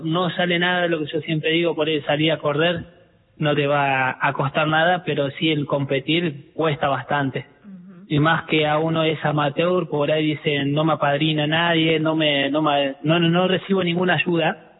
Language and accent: Spanish; Córdoba, Argentina; bueno, yo soy de Córdoba